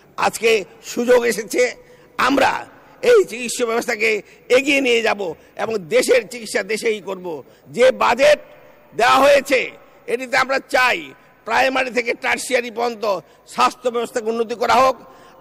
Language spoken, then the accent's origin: Bangla; North Bengal, Bangladesh; আমার বাড়িও যদিও দক্ষিণবঙ্গে না উত্তরবঙ্গে, আমরা উত্তরবঙ্গের লোক